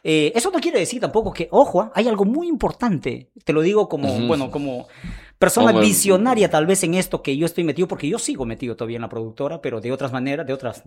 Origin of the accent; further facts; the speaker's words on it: Peru; los peruanos siempre hemos sido capos también grabando